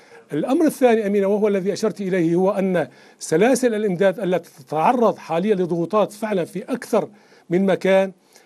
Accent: Syria; نحن كسوريين نعول حقا على تنمية تلك المناطق

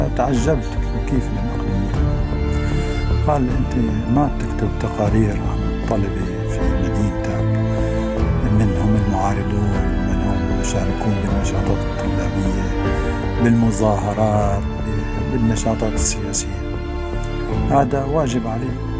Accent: Syria; moved away as an adult; now in Germany; وأستلم جائزتي كسوري

